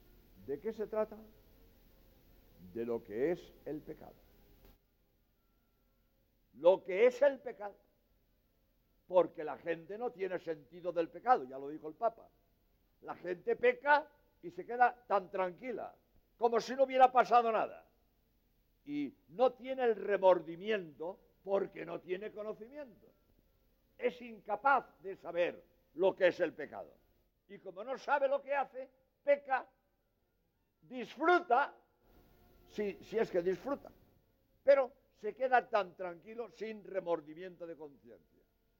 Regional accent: Spain; now in Cádiz, Spain; soy jesuita español

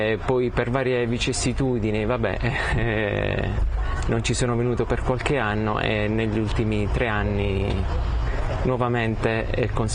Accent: Terlizzi, Apulia, Italy; vengo dalla Puglia, dalla provincia di Bari, Terlizzi in realtà, un paese a nord di Bari.

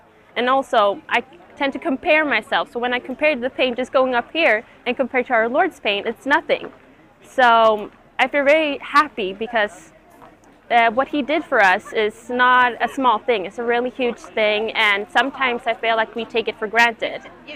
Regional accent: Sweden; English is a second language; I'm from Sweden, but I have Caribbean roots

